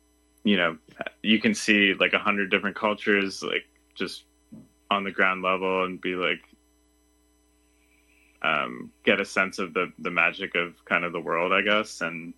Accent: Ottawa, Ontario, Canada; moved away as an adult; now in Toronto, Canada; I grew up in Ottawa, but I've spent the last like 15 years, 16 years in Toronto.

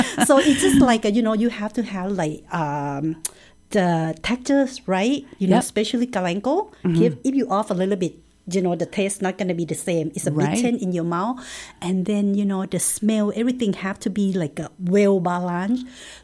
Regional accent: Thailand; English is a second language; moved away as an adult; now in Canada; when I were young, I was like when I grew up in Thailand

